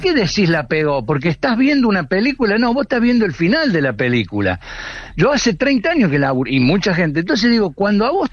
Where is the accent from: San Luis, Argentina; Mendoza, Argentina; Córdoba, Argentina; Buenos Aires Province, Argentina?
Córdoba, Argentina; Soy cordobés, soy sarcástico.